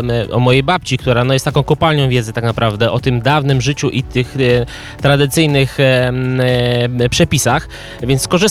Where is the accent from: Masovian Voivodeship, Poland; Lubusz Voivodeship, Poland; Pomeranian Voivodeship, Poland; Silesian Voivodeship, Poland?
Masovian Voivodeship, Poland